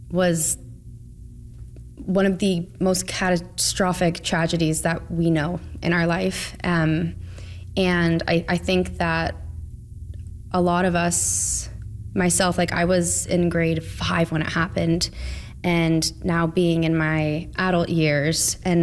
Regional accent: North Bay, Ontario, Canada; moved away as an adult; growing up in North Bay.

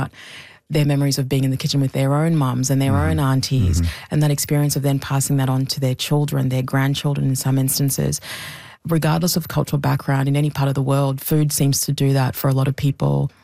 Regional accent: Zambia; born there; as you mentioned, I was born in Zambia, so I'm from Southern Africa, and so we don't have dishes where we sort of wrestle over where you're sort of going

